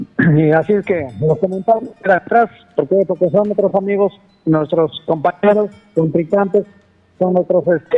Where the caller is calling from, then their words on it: Miracosta, Cajamarca, Peru; mi pueblo de Miracosta